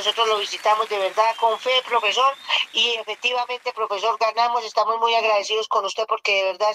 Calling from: Pesca, Boyacá, Colombia; Estoy llamando acá desde Pesca Boyacá

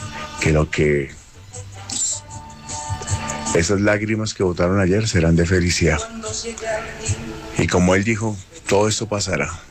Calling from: Colombia

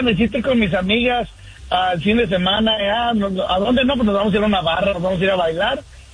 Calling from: Sacramento, California, United States; Buen día, aquí de Sacramento

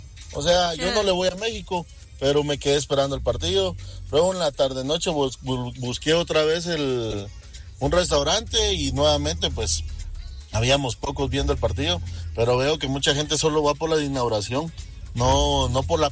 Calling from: Guatemala

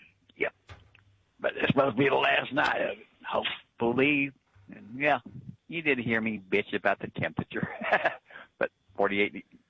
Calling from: Kansas City, Missouri, United States; Kansas City, Missouri, we're still at 89 and feel like 92.

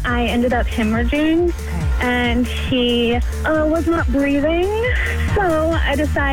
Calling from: Newnan, Georgia, United States; I'm from Noonan, Georgia.

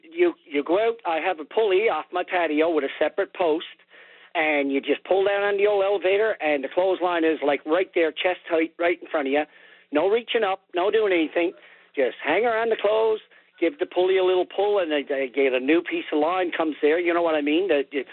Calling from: Heart's Delight-Islington, Newfoundland and Labrador, Canada; I'm calling from out in Heart's Delight, Islington, in Trinity Bay.

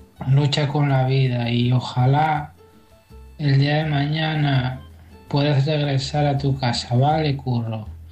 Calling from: Asturias, Spain; desde Asturias.

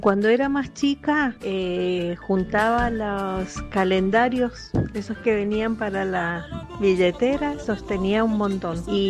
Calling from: Las Heras, Argentina; 034 de Las Heras.

